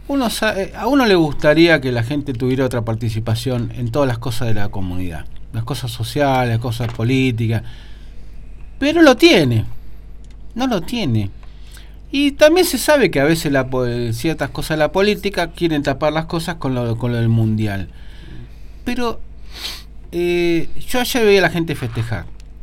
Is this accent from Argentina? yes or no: yes; Argentina; Yo sé todos los defectos que tenemos los argentinos